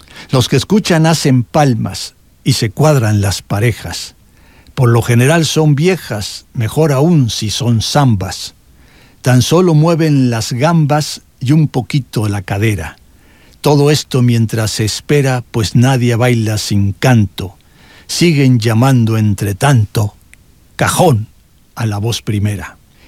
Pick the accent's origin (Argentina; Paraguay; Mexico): Mexico; nosotros aquí en México tenemos nuestros bailes regionales